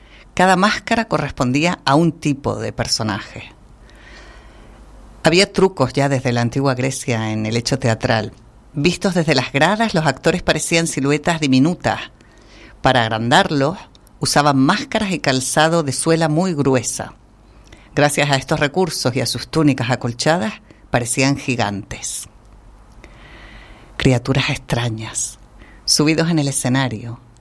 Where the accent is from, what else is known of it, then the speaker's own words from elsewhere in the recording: Las Palmas de Gran Canaria, Canary Islands, Spain; y también en Las Palmas de Gran Canaria, la ciudad de donde soy yo.